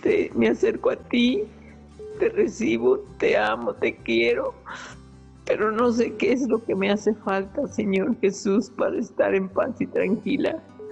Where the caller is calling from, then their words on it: Guadalajara, Jalisco, Mexico; de aquí de Guadalajara.